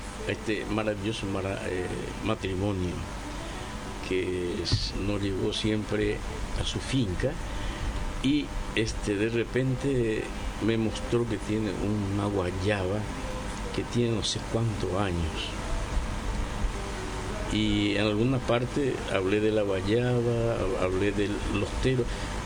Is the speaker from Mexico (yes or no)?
no; Paraguay; now in Salta, Argentina; En Salta no somos muchos paraguayos.